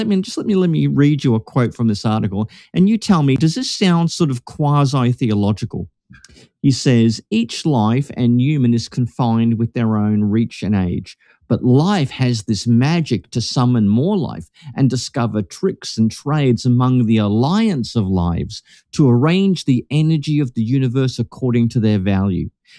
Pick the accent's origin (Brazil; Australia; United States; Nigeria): Australia; Melbourne, Victoria; from Melbourne, Australia, joined by...